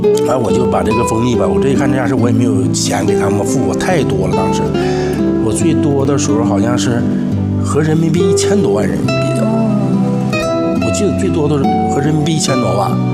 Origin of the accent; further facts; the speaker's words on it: China; 咱们国人